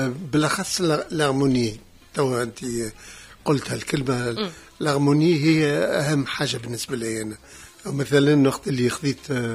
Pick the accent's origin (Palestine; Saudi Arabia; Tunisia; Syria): Tunisia